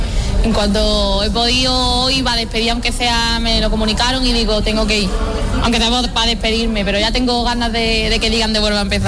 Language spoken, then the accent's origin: Spanish; Ubrique, Andalusia, Spain; soy de Ubrique también.